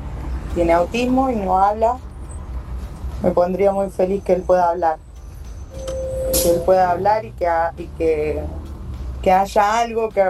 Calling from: Merlo, Buenos Aires Province, Argentina

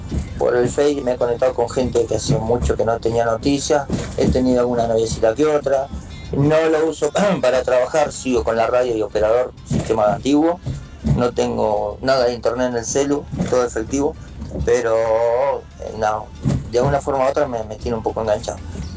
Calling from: Punta Alta, Buenos Aires Province, Argentina; de Mundo Remide en Pum Punta Alta.

